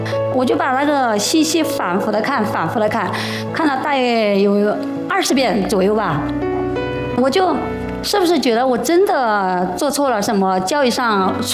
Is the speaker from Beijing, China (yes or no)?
no; Yichang, Hubei, China; 我们宜昌那边不是有一个烤火的桌子吗